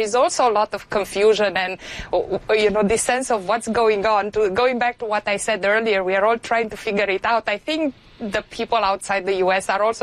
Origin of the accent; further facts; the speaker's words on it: Oradea, Bihor County, Romania; English is a second language; also born or lived in Timișoara; I have to talk about my hometown. It's not just Timișoara. I went to school there, but you should visit Oradea. It's absolutely stunning.